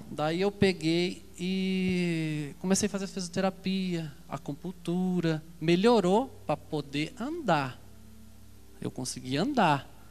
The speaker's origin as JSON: {"language": "Portuguese", "town": "Apucarana", "region": "Paraná", "country": "Brazil", "said": "eu sou lá de Apucarana."}